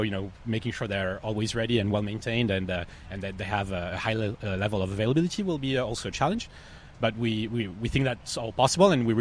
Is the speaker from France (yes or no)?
yes; France; English is a second language; now in United States; And I'm originally from France, and, you know, it's really amazing to be here.